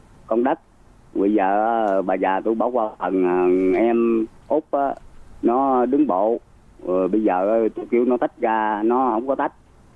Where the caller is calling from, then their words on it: Đồng Tháp, Vietnam; Dạ, tôi ở Đồng Tháp.